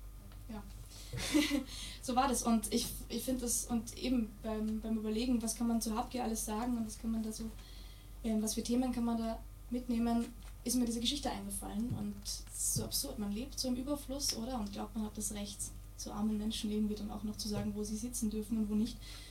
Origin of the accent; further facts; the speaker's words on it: Salzburg, Austria; also ich komme aus Salzburg und meine Eltern oder meine Familie lebt am Stadtrand in Salzburg